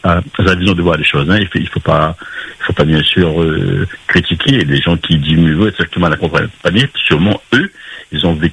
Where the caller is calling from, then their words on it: Sainte-Marie, Réunion; moi, j'ai 55 ans, comme m'avait dit. Eh ben, moi, j'habite sur Sainte-Marie.